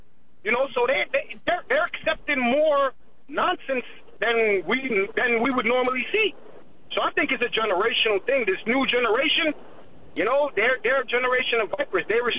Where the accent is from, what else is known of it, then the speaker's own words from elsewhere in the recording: New York City, New York, United States; I grew up in the Bronx.